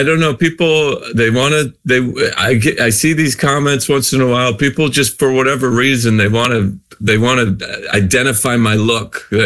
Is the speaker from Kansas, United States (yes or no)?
no; Idaho, United States; Dan is from Northern Idaho. I'm from Southern Idaho.